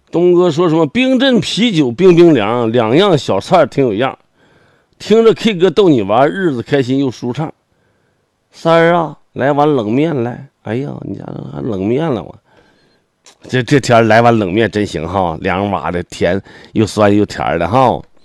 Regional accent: Zhaodong, Heilongjiang, China; now in Panshan, China; 我小时候在家，我们黑龙江省肇东市东发乡，

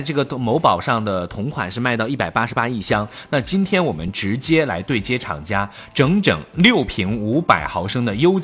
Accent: Henan, China; 让我觉得作为河南人特别的光荣。

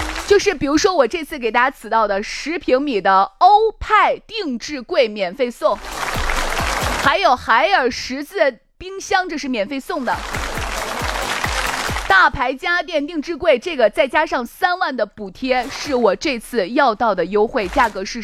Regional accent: Shaanxi, China; 我们陕西人，我是陕西人

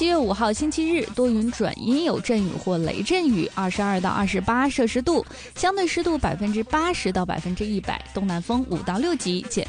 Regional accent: Dalian, Liaoning, China; 用我们大连话来说它是个会儿。

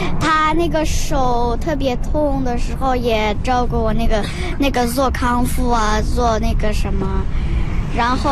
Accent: Xinjiang, China; 新疆本地，我们新疆老家的那边村里边也看了，喀什也看了，乌鲁木齐也看了

